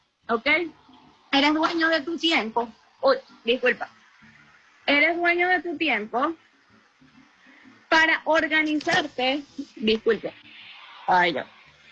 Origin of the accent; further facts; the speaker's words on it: Venezuela; porque así somos las venezolanas, somos mujeres aguerridas, echadas para adelante